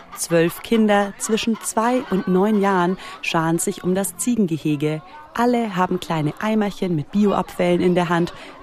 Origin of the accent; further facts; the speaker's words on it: Bavaria, Germany; accent: Franconian rolled R; moved away; Ich komme nämlich gebürtig aus Mittelfranken in Bayern